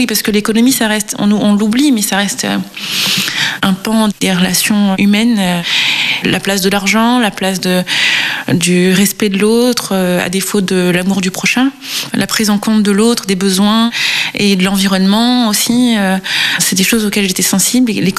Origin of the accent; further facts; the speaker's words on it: Réunion; j'ai grandi à La Réunion